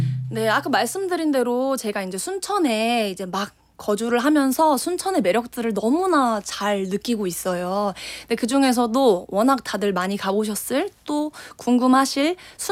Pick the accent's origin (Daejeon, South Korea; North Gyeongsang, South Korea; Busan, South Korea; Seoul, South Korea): Seoul, South Korea; moved away as an adult; now in Suncheon, South Korea; 네, 서울인데 나 원래 서울인데